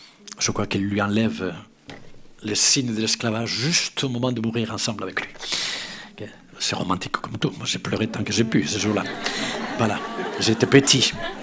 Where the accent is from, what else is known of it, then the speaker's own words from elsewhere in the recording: Spain; moved away; je suis espagnol